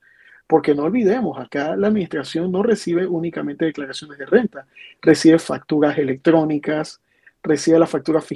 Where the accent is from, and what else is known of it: Panama